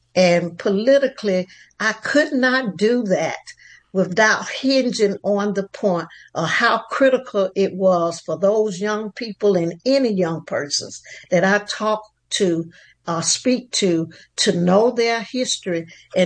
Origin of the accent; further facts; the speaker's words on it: Selma, Alabama, United States; that little poor girl growing up in Selma